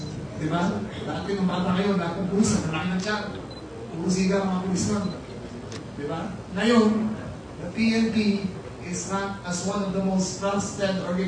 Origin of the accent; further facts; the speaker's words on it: Calabarzon, Philippines; Limang milyon ng tao sa probinsya ko. Yan ang lalaki. Wala pang kalahati ng Bohol. One-fourth lang ng Bohol ang Cavite. Pero limang milyon tao ang nakatira doon.